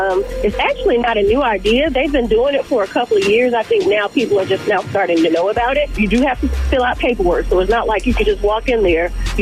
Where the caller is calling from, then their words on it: Memphis, Tennessee, United States; I'm just going to say I'm calling from Memphis, Tennessee.